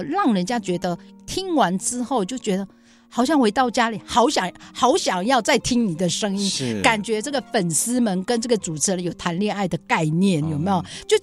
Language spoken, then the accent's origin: Chinese; Taiwan; born there; moved away; 我小时候在国小请说国语的那个年代、 嗯、 我被同学检举讲山地话罚站一个小时